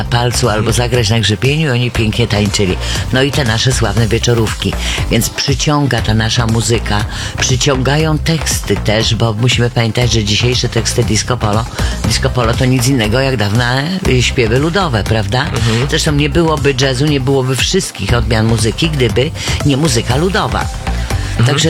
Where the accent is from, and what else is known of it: Świętokrzyskie Voivodeship, Poland; accent: Świętokrzyskie dialect (gwara świętokrzyska)